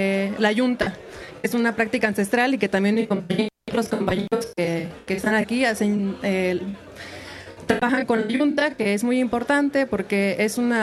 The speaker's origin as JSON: {"language": "Spanish", "region": "Mexico City", "country": "Mexico", "said": "Y somos de un pueblo originario de la Ciudad de México, ubicado en Álvaro Obregón. Ameyalco significa lugar donde nace el agua. Tenemos un manantial, afortunadamente, y todavía podemos beber de esa agua. Somos el único pueblo de Álvaro Obregón que aún siembra."}